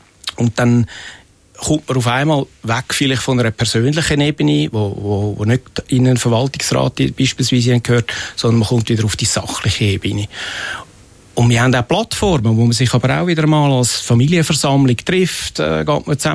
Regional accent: Zurich, Switzerland; born or raised there

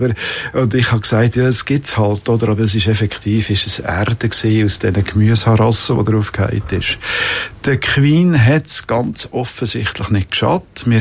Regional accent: Bern, Switzerland; und bin auch zum Käser im Emmental, wo ich herkomme, Weltmeister dreifache in Fritzenhaus.

